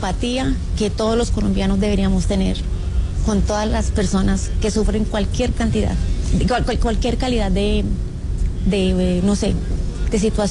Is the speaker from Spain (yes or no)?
no; Colombia; para mostrar la verdadera cara de lo que somos los de quiénes somos los colombianos.